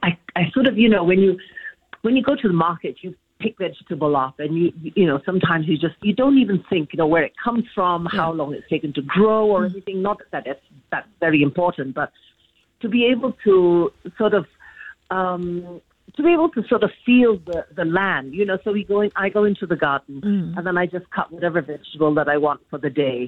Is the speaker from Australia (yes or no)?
no; Singapore; also born or lived in Hong Kong; now in Bali, Indonesia; growing up in Singapore and then in Hong Kong, living in Hong Kong, you have this huge variety of food. And suddenly coming to Bali, and especially 12 years ago